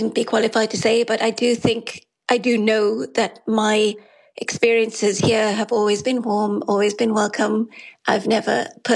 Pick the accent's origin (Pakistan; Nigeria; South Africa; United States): South Africa; now in Ireland; of being South African living in Ireland, but also at the same time, you know, I am Irish.